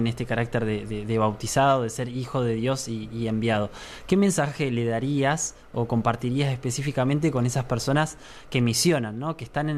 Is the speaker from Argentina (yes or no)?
yes; Argentina; Somos argentinos.